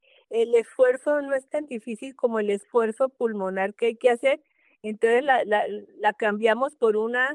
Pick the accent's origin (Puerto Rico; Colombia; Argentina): Colombia; Bogotá; Ah, sí, pues es que ya casi no quedamos. Somos poquitos los bogotanos.